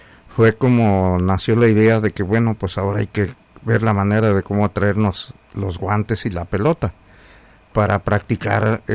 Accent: Magdalena Jaltepec, Oaxaca, Mexico; now in Fresno, United States; Bueno, mire, paisano, pues aquí en Fresno, los primeros migrantes que llegaron acá fueron de mi pueblo Magdalena Jaltepec.

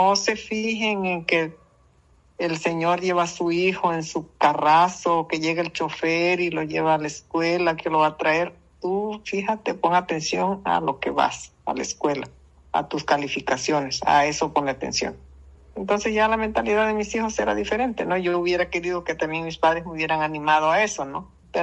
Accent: Pinotepa Nacional, Oaxaca, Mexico; yo estudié en la ciudad de Pinotepa, yo vivo en el Cirilo, no me casé para acá, pero yo de niña estudié ahí en Pino.

